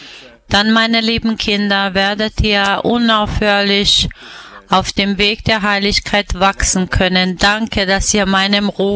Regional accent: South Korea; Wir kommen aus Südkorea

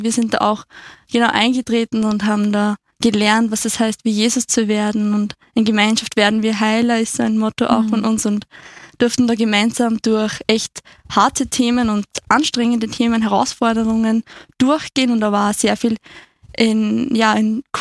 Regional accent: Oberndorf, Lower Austria, Austria; bin 21, komme aus Niederösterreich, aus Oberndorf.

